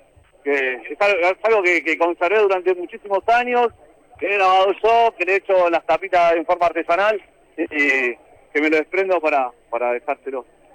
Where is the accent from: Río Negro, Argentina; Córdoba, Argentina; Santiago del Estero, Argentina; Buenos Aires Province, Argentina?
Buenos Aires Province, Argentina; Lavallol